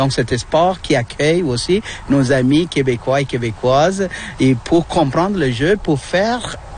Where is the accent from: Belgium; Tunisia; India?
India; now in Sherbrooke, Canada; en tant qu'Indien, qui viennent des 5-6 différents États